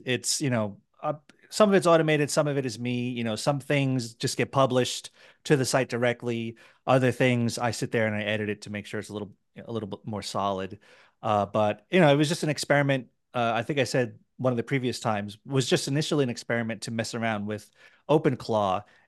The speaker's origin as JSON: {"language": "English", "town": "New York City", "region": "New York", "country": "United States", "moved": "yes", "lives_now": "Tucson, United States", "said": "I'm from New York City"}